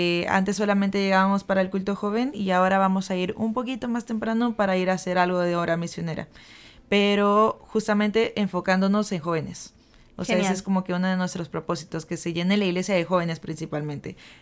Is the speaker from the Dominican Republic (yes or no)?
no; Mexico; now in Argentina; Yo vengo de México, entonces mis programas son muy norteamericanos.